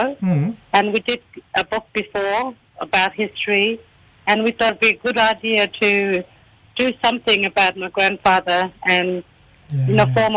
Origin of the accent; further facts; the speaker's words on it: Wurrumyanga, Northern Territory, Australia; I come from Tiwi Island, a little community called Wurrumyanga.